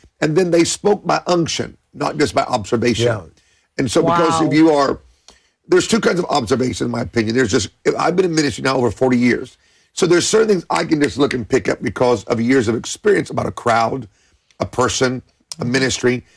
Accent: Tulsa, Oklahoma, United States; I grew up in Tulsa.

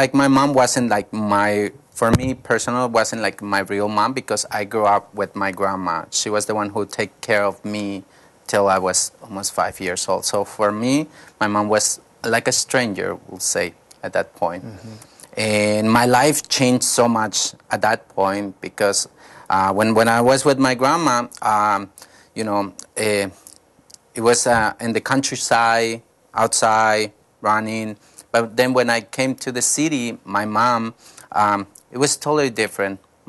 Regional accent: Bogota, Bogotá Capital District, Colombia; English is a second language; I grew up in the countryside of the main city, Bogota. So I'm from Colombia. The capital is Bogota. So I grew up outside the city till I was 5 years old with my grandma.

